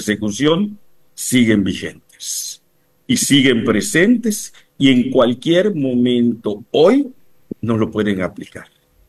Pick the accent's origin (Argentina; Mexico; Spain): Mexico; born there; Nací en México y, pues, desde mis tatarabuelos, todos, hasta donde sabemos, somos mexicanos, ¿verdad?